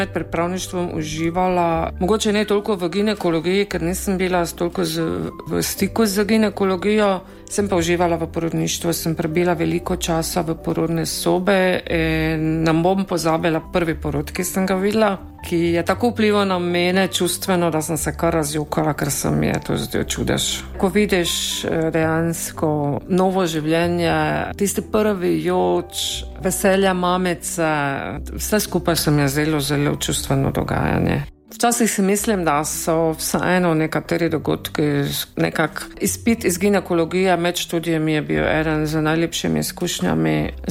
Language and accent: Slovenian; Varaždin, Varaždin County, Croatia; moved away as an adult; also born or lived in Zagreb; now in Ormož, Slovenia; Ne, nisem domačinka, sem pa že skoraj 40 let v Ormožu. Sem pa drugače iz Varaždina, tudi študij sem končala v Zagrebu, pripravništvo sem končala v Varaždinu. Od januarja 1989 pa delam v Ormožu.